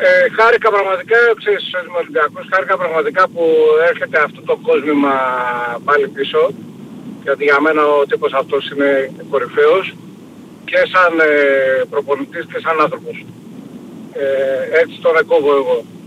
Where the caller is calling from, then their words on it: Chaidari, Attica, Greece; είμαι από δρόμο, από Χαϊδάρι.